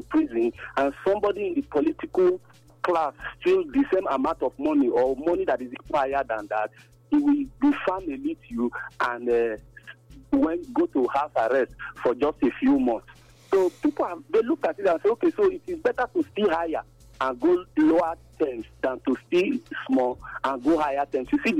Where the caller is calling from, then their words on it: Nigeria; I'm calling from Obida.